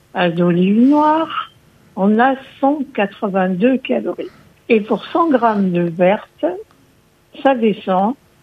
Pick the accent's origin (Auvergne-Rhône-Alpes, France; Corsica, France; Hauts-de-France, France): Corsica, France; Bon, c'est vrai que chez nous en Corse, on a quand même des bonnes olives, hein.